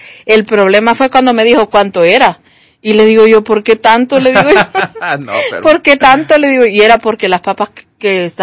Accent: Honduras; Yo al menos no me pongo camisas de Argentina ni de otro país porque yo soy hondureña.

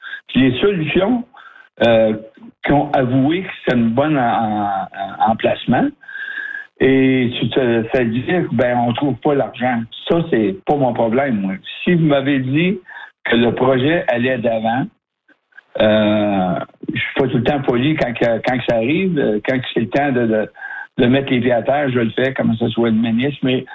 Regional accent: Hearst, Ontario, Canada; Bien, certainement, moi j'ai un projet chez nous à Hearst

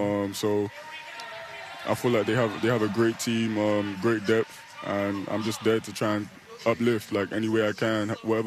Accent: London, United Kingdom; So before, I used to run track and play football, what you guys call it, soccer.

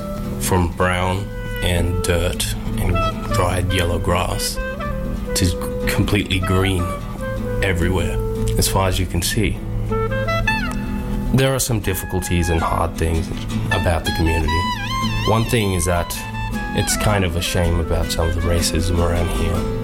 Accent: Borroloola, Northern Territory, Australia; also born or lived in Darwin; I was born in Darwin, but I spent most of my childhood in a small town called Borroloola. What brought me to Alice Springs was actually my parents.

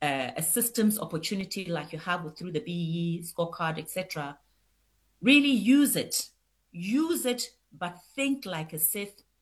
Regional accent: South Africa; as a South African woman in business, if you are not succeeding, I don't know where, if you are not succeeding in South Africa, I don't know where else you'll do better.

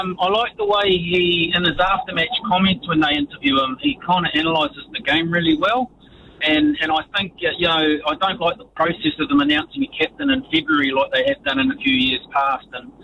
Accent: Waikato, New Zealand; Oh, I'm a Waikato boy.

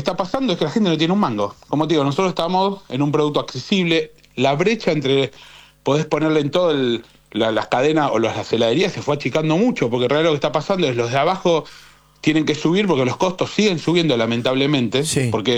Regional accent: Villa Bosch, Buenos Aires Province, Argentina; yo soy el 3 de febrero, soy de Villa Bosch.

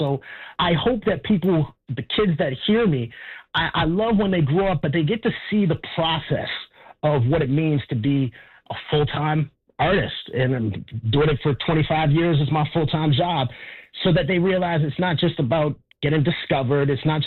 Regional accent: Canada; but it really means a lot to me as a Canadian.

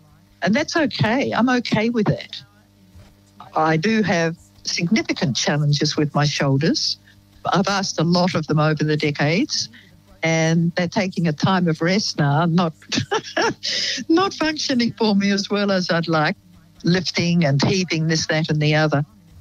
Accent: Tasmania, Australia; But I grew up in the Fraser Nay National Park on the east coast of Tasmania in the 1940s. During the war, actually, the latter parts of the Second World War. It was very wild. It was very isolated.

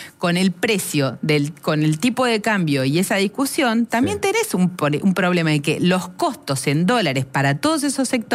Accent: Nueve de Julio, Buenos Aires Province, Argentina; moved away; Si vas a mi pueblo a 9 de julio

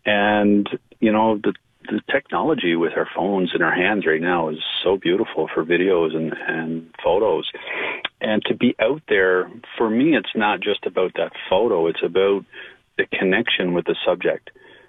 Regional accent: Newfoundland and Labrador, Canada; especially as a Newfoundlander and Labradorian and being exposed to the coast so much

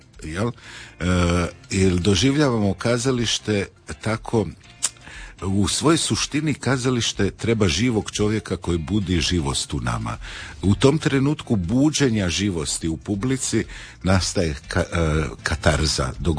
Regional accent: Krnica, Istria County, Croatia; ja sam iz Krnice.

